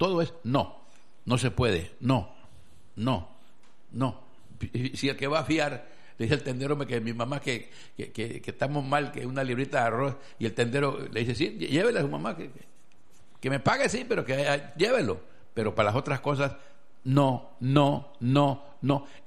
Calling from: Buenaventura, Valle del Cauca, Colombia; yo no vivo aquí en Buga, yo vivo en Buenaventura

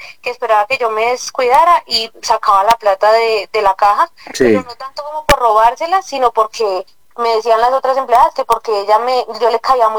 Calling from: Garagoa, Boyacá, Colombia; Yo lo llamo desde Garagoa, Boyacá.

